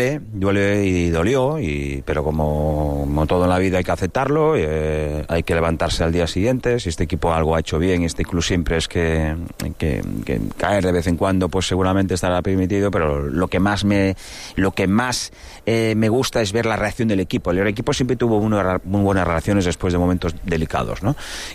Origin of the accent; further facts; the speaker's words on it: A Coruña, Galicia, Spain; Soy de Coruña